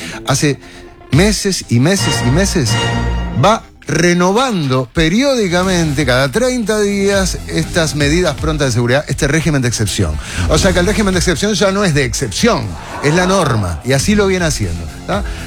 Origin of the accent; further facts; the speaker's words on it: Uruguay; somos los uruguayos